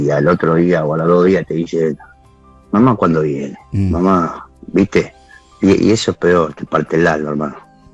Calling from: La Matanza, Buenos Aires Province, Argentina; Y ahora estoy en La Matanza.

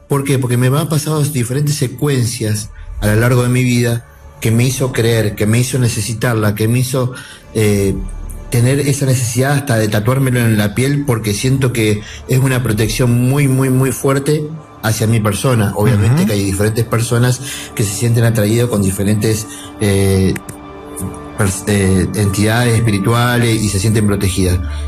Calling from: Santa Fe, Argentina; De Santa Fe Capital.

